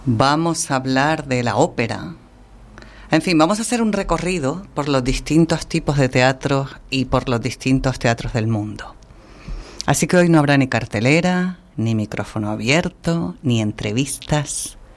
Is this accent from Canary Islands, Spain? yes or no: yes; Las Palmas de Gran Canaria, Canary Islands, Spain